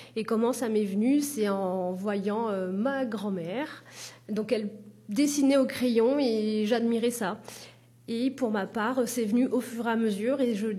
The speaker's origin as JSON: {"language": "French", "town": "Les Avirons", "country": "Réunion", "tie": "born or raised there", "lives_now": "La Possession, Réunion", "said": "je suis originaire de La Réunion, donc des Avirons. J'habite actuellement à La Possession."}